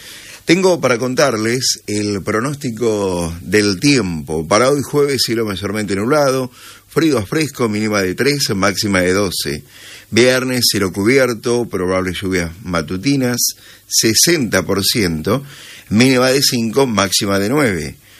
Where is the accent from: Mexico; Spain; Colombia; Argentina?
Argentina; Somos así, argentinos.